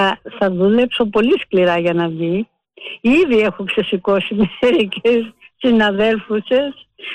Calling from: Piraeus, Attica, Greece; από Πειραιά.

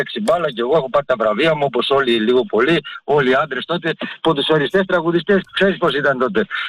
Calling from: Ilioupoli, Attica, Greece; είμαι από την Ηλιούπολη.

